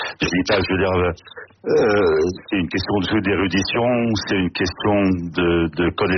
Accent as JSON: {"language": "French", "country": "France", "also_born_or_lived": "Lebanon", "said": "je suis arménien, je suis français, j'ai vécu au Liban, et d'un peuple qui a passé son temps à combattre pour son existence."}